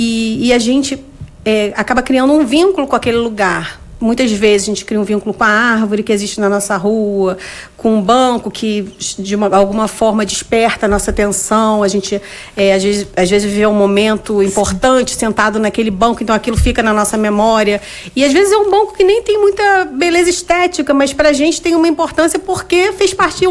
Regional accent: Niterói, Rio de Janeiro, Brazil; Eu era moradora de Niterói na época, né? Eu nasci em Niterói.

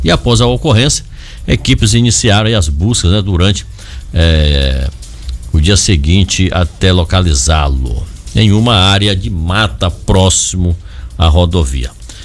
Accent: Barreirinhas, Maranhão, Brazil; born there; nós como maranhenses, eu não sou ludovicense, né? Eu sou barreirinhense mesmo de nascimento.

